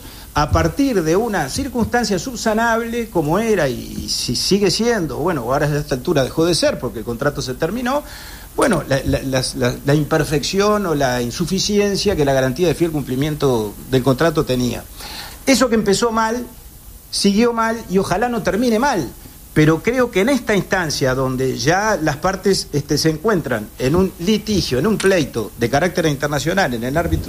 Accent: Uruguay; Nosotros somos uruguayos y además somos gobernantes del Uruguay.

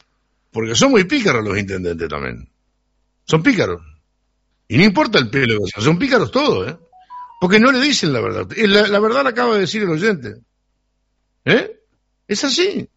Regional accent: Uruguay; Yo soy uruguayo y lo reconozco.

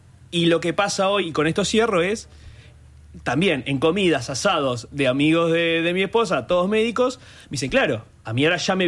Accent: Durazno, Uruguay; yo soy de Durazno

